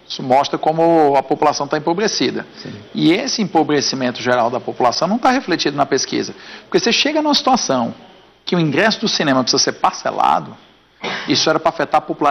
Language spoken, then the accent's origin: Portuguese; Ceará, Brazil; Eu sou cearense, tá?